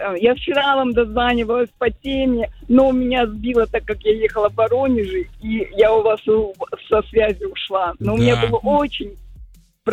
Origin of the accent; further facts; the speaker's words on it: Donbas, Ukraine; родом я с Донбасса